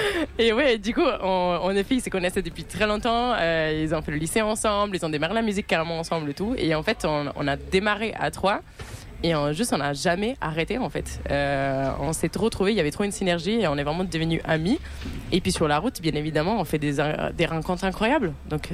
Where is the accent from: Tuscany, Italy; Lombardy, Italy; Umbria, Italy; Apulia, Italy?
Umbria, Italy; Perugia; French is a second language; À la base, c'est un vrai lieu qui existe en Italie, d'ailleurs à côté de chez moi, à Perugia, au centre de l'Italie.